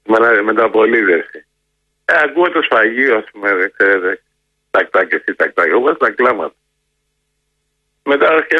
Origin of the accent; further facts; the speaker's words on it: Kokkinia, Attica, Greece; born there; Εγώ γεννήθηκα στην Κοκκινιά από εργάτε.